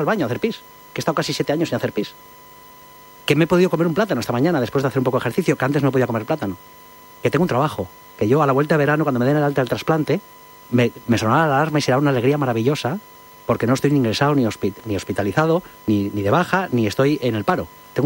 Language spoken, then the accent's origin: Spanish; Community of Madrid, Spain; Curiosamente, Sara es gallega, yo soy madrileño